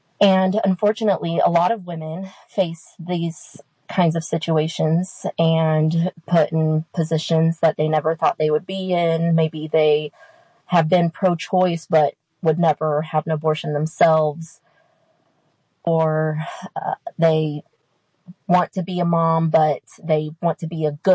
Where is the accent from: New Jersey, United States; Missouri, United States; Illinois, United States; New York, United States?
Missouri, United States; Salem; now in St. James, United States; I'm from Salem, Missouri, originally. Grew up there, moved to Rolla, Missouri as an adult, lived there for about 10 years, and now I am a homeowner in St. James, Missouri with my husband and family.